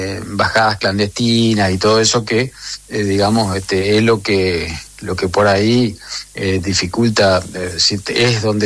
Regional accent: La Paz, Entre Ríos, Argentina; Acá también en la zona de La Paz, yo soy de La Paz

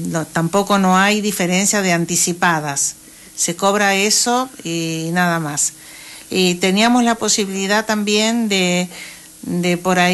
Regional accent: Victoria, Entre Ríos, Argentina; moved away as an adult; yo estuve 30 años viviendo afuera, en pueblos donde no había bandas. Y bueno, cuando volví a mi pueblo acá

